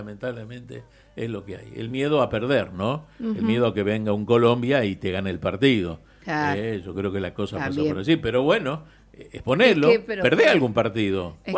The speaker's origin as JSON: {"language": "Spanish", "country": "Argentina"}